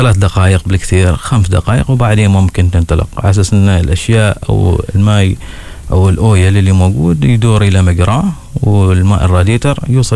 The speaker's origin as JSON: {"language": "Arabic", "country": "Oman", "said": "فنحن كعمانيين"}